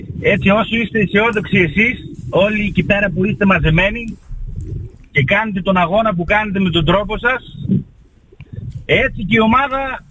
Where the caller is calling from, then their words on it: Lippstadt, North Rhine-Westphalia, Germany; Τώρα Λίψατ λέγεται η πόλη μου. Είναι κοντά στο Ντόρτμουντ.